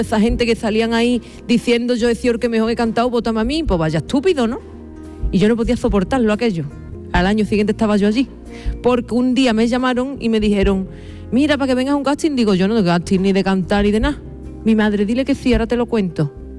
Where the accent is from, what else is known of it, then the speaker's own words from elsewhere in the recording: Jerez, Andalusia, Spain; born there; Claro, porque nací en Jerez.